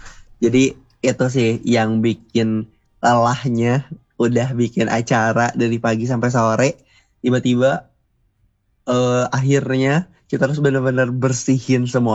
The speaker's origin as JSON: {"language": "Indonesian", "town": "Bandung", "region": "West Java", "country": "Indonesia", "said": "sebagai warga Kota Bandung"}